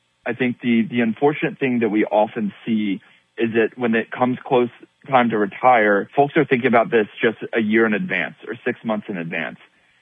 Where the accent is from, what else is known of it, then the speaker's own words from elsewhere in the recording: Wisconsin, United States; moved away as an adult; I was born and raised in Wisconsin and have been out in the D.C. area now for 21 years, if you can believe it.